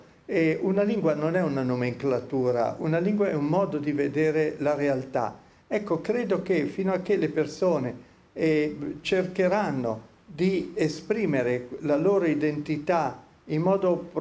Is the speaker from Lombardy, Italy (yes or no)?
yes; Milan, Lombardy, Italy; Io non parlo nessun dialetto, io sono milanese, ne parlo un po' di dialetti in verità, ma per ragioni di studio, perché parlo il milanese, il bergamasco, il friulano.